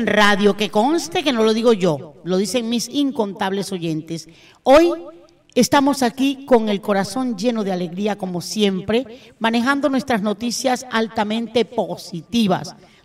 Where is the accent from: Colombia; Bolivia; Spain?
Colombia; La Guajira